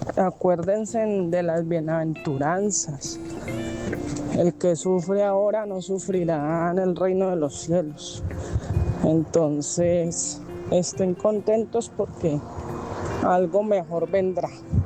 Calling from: Cali, Valle del Cauca, Colombia; Sintiendo mucho todo eso que está pasando en Cali, pasé días muy tristes, llorando porque al fin y al cabo es mi ciudad, ¿no?

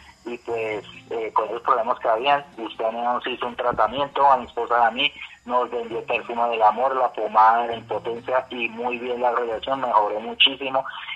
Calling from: Sogamoso, Boyacá, Colombia; De aquí en Sogamoso, Boyacá.

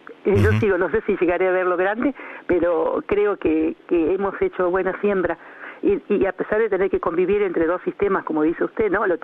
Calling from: Chascomús, Buenos Aires Province, Argentina

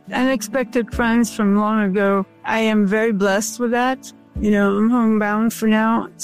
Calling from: Tampa, Florida, United States; I am calling from Tampa, Florida.

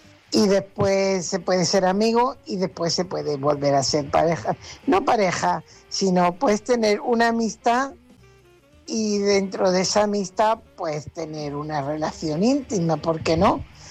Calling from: Fuenlabrada, Community of Madrid, Spain

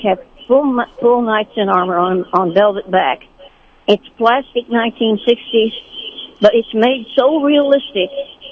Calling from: Sedalia, Missouri, United States; Yes, I am calling from Sedalia.

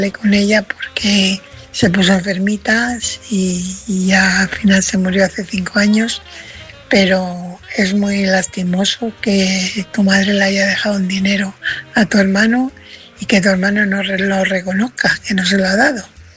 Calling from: Fuenlabrada, Community of Madrid, Spain; corresponsal de Fuenlabrada.

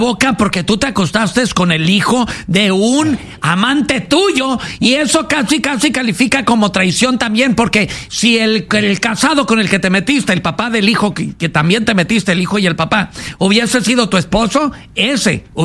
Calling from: Ciudad Obregón, Sonora, Mexico; allá en Obregón, Sonora, de donde soy yo.

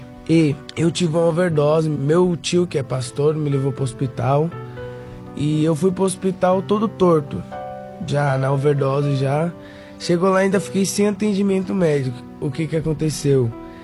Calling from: São Bernardo do Campo, São Paulo, Brazil; sou de São Bernardo do Campo

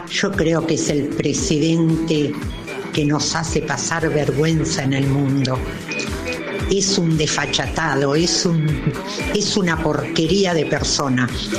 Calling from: Almirante Brown, Buenos Aires Province, Argentina; Lo sigo escuchando todos los días. Gracias. … de Almirante Brown.

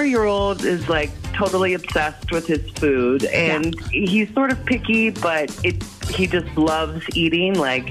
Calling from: Watertown, Wisconsin, United States; I'm from Watertown.

